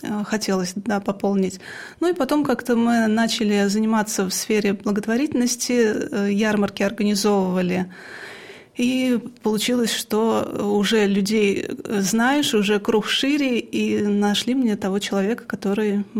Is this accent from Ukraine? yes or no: no; Oryol, Oryol Oblast, Russia; у нас в Орле такого не было